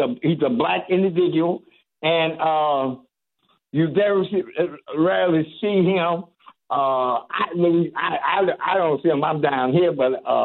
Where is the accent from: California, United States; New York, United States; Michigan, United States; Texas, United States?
Michigan, United States; Detroit; He's going to get some votes. I'm from Detroit. He's going to get some votes.